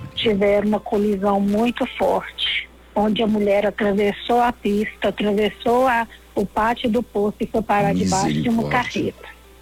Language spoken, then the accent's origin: Portuguese; Lagoa da Prata, Minas Gerais, Brazil; sou de Lagoa da Prata.